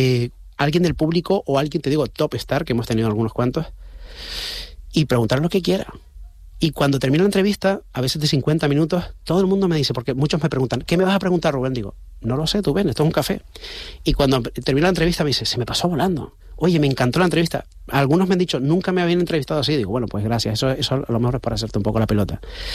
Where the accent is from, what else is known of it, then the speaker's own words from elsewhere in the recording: Canary Islands, Spain; Primero, sí, soy canario, y luego me quedo esperando a ver si saben dónde están las Canarias o no